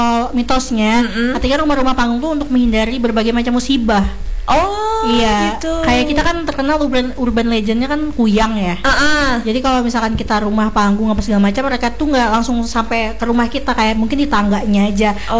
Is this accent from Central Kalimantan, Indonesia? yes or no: yes; Sampit, Central Kalimantan, Indonesia; Aku kan besarnya di Kota Sampit ya, di Kota Waringin Timur.